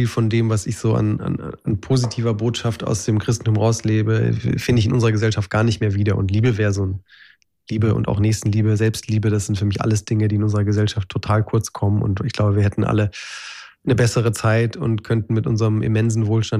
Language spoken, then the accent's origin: German; Bavaria, Germany; now in Brandenburg, Germany; Ich bin ja im Allgäu aufgewachsen und lebe jetzt in Brandenburg.